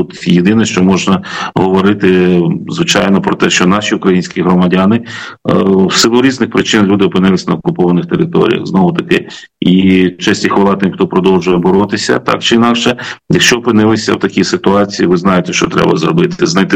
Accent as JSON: {"language": "Ukrainian", "region": "Kherson Oblast", "country": "Ukraine", "tie": "born or raised there", "said": "Це моє рідне Лівобережжя"}